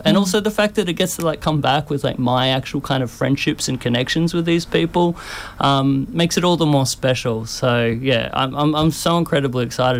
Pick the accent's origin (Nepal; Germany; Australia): Australia; Brisbane, Queensland; moved away; I still consider Brisbane my hometown, despite, you know, living up there these days.